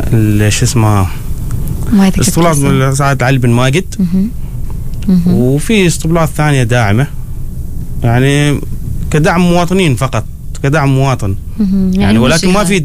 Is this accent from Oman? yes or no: yes; Oman; فالأشياء هذه ما متوفرة يمكن في عندنا في عمان.